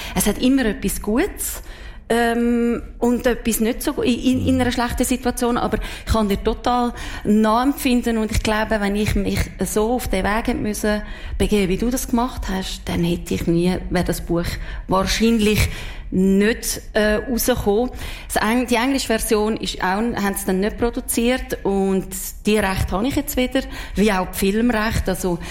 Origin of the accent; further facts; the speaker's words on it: Switzerland; accent: Zurich German; Und dort hat mir erstaunlicherweise jemand gesagt … warum redest du Zürichdeutsch? Und ich so, das habe ich immer schon geredet.